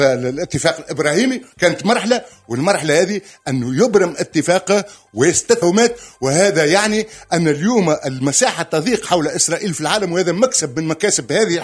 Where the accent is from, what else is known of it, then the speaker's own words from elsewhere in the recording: Tunisia; أنا كتونسي عربي